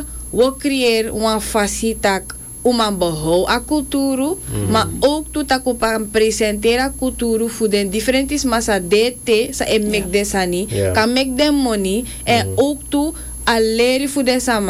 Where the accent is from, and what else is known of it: Suriname